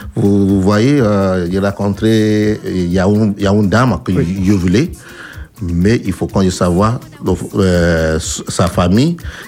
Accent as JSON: {"language": "French", "country": "Nigeria", "moved": "yes", "lives_now": "France", "said": "chez nous au Nigeria"}